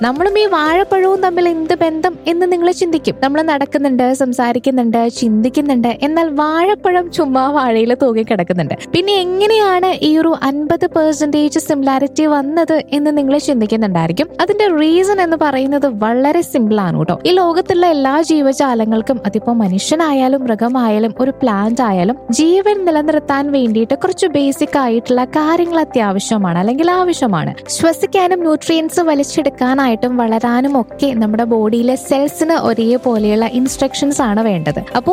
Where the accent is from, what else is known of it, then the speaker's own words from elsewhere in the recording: Kerala, India; നമ്മൾ മലയാളികൾക്ക്